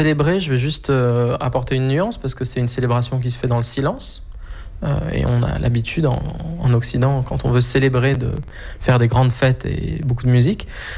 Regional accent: Auroville, Tamil Nadu, India; Je suis pas né ici parce que je suis né à Jaima, qui est une autre communauté d'Auroville, et puis j'ai vécu mon enfance à Dana, qui est encore une autre communauté. Et ma mère s'est installée ici à Grace il y a un peu moins de 10 ans

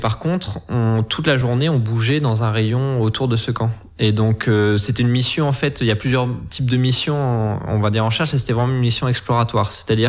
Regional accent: France; Moi, par exemple, je suis français à la base.

